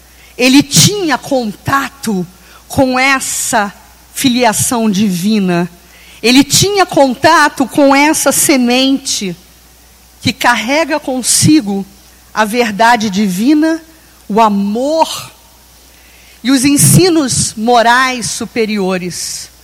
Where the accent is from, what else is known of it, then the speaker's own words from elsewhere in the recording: Brazil; E somos brasileiros e somos espíritas.